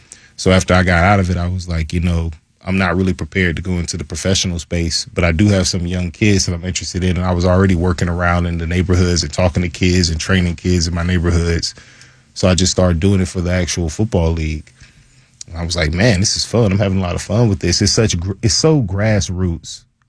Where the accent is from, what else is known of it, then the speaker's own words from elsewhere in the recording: Florida, United States; I tell people all the time, I grew up in Central Florida and I was a Florida State fan, so I was destined to be an underdog.